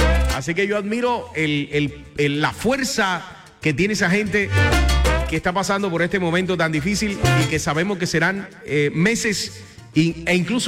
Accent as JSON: {"language": "Spanish", "country": "Colombia", "said": "Somos colombianos, nosotros no nos varamos."}